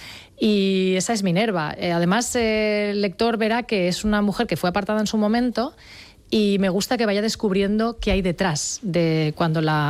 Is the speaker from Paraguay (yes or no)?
no; Sant Feliu de Llobregat, Catalonia, Spain; Yo había estado trabajando en Barcelona hasta aquel momento, porque soy de San Feliu de Llobregat